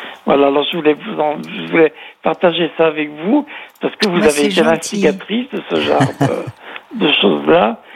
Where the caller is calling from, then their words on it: Villefranche-sur-Saône, Auvergne-Rhône-Alpes, France; moi je suis à Villefranche-sur-Saône